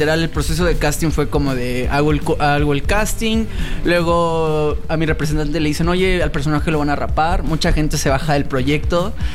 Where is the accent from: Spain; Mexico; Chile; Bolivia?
Mexico; Los Cabos, Baja California Sur; Es que yo soy de allá de Los Cabos.